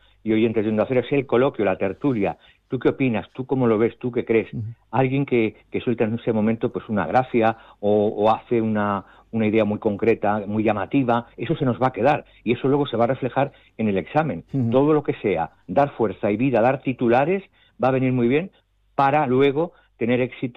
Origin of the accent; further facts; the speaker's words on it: Toledo, Castilla-La Mancha, Spain; en la Comunidad de Castilla-La Mancha, yo soy de Toledo